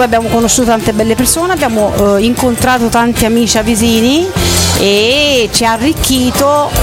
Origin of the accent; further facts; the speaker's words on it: Naples, Campania, Italy; born there; moved away as an adult; also born or lived in Tuscany; now in Trento, Italy; siamo nati a Napoli. Sono nata a Napoli e ho vissuto per 25 anni in Toscana, dove ho una figlia di 30 anni che mi ha reso nonna, per cui sono strafelice, e poi mi sono trasferita da 9 anni a Trento.